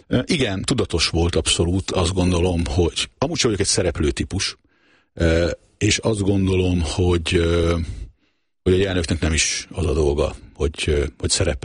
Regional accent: Budapest, Hungary; born there; én kis túlzással a Tüzér utca egy távolugró gödörbe születtem, mert ugye anyu ott tartott edzést, és talán onnan is mentek a szülészetre, hogyha minden igaz, még 1970-ben.

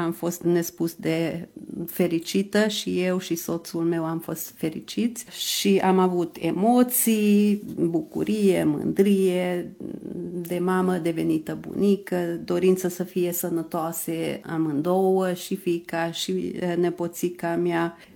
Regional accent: Méhkerék, Békés, Hungary; now in Gyula, Hungary; eu mă trag din Michereche

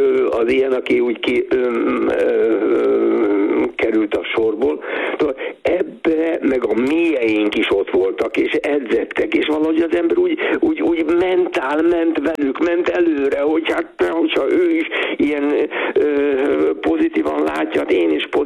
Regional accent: Hungary; mi magyarok vagyunk, Magyarországra jöttünk

